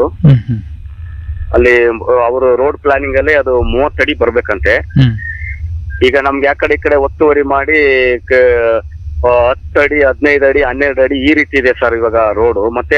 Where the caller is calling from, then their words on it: Karnataka, India; ಕೆಬ್ಬೆಪುರ ಆಡಿ ಸರ್, ನಿಮ್ಮಟ್ಕೆರೆ ಪಂಚಾಯತಿ.